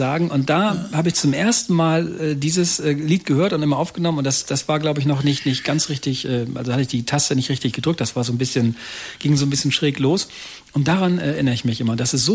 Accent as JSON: {"language": "German", "town": "Lübeck", "region": "Schleswig-Holstein", "country": "Germany", "said": "ich komme ja nur aus Schleswig-Holstein, Lübeck"}